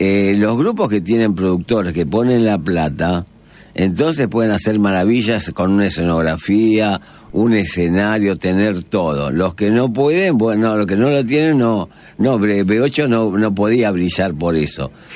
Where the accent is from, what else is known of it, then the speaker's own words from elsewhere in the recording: Buenos Aires, Argentina; yo me crié en Once, mi barrio, Once Almagro